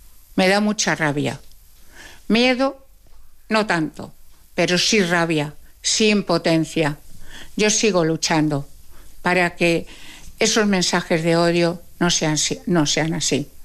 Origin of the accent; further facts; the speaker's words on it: La Puebla de Almoradiel, Castilla-La Mancha, Spain; born there; venir a la Puebla, donde yo tengo una casa Yo nací en la Puebla de Almoradiel.